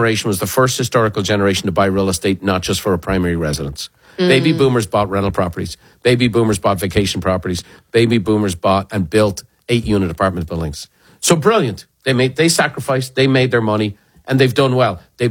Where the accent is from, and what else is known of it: California, United States